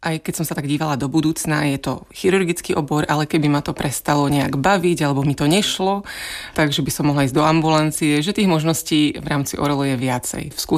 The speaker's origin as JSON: {"language": "Slovak", "town": "Humenné", "region": "Prešov Region", "country": "Slovakia", "tie": "born there", "also_born_or_lived": "Olomouc", "moved": "as an adult", "lives_now": "Czech Republic", "said": "Narodila som sa v Humennom, to je na východnom Slovensku, takže je to ďaleko odtiaľto, ale študovala som v Olomouci univerzitu, tam som spoznala svojho manžela a tak sme už zostali tu v Českej republike"}